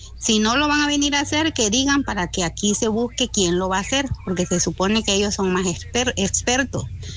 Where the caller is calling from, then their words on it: Mexico; aquí los estamos esperando en el ejido Narciso Mendoza.